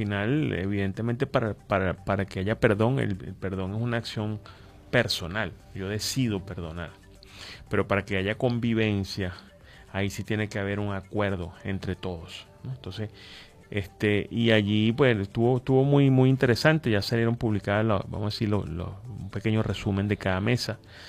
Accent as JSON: {"language": "Spanish", "country": "Venezuela", "said": "acuerdos que nos unan como venezolanos."}